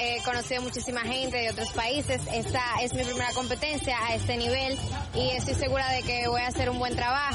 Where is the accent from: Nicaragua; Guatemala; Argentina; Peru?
Guatemala; Nosotros somos de Guatemala